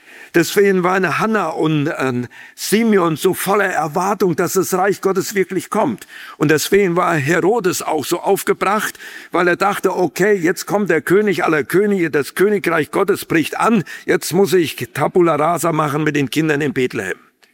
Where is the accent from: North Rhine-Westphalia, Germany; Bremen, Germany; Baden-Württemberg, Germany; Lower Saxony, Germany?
North Rhine-Westphalia, Germany; weil ich bin im Siegerland in einem sehr unbedeutenden kleinen Ort groß geworden, in der Gemeinschaftsbewegung